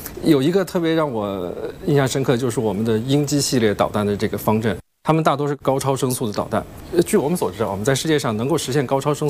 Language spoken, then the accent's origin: Chinese; China; 我们中国人